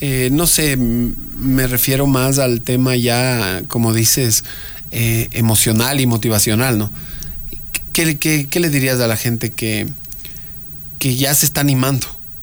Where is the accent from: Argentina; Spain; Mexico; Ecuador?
Ecuador; Bueno, la hora ecuatoriana es un mito